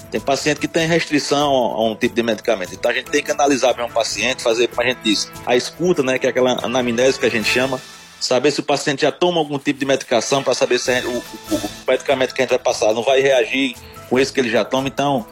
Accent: Serra Talhada, Pernambuco, Brazil; moved away; eu sou de Serra Talhada, na época que eu saí não tinha nenhum, hoje já tem 2.

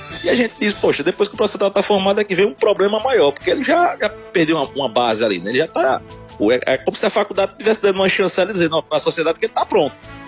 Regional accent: Serra Talhada, Pernambuco, Brazil; moved away; eu sou de Serra Talhada, na época que eu saí não tinha nenhum, hoje já tem 2.

